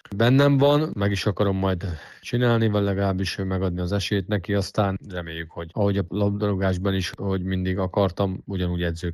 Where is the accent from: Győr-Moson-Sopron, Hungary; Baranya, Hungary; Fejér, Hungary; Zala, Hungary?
Fejér, Hungary; Dunaújváros; moved away; mondjuk egy Dunai város, ahol ugye felnőttem